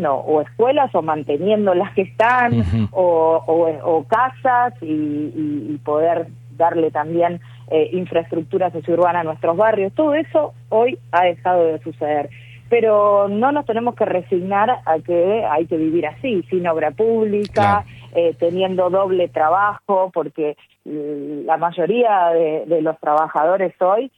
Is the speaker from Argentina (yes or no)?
yes; Argentina; también, porque todos, lamentablemente, todos como argentinos tenemos la responsabilidad de con nuestro esfuerzo aportar para pagar una deuda que no es de ningún beneficio para nuestro país.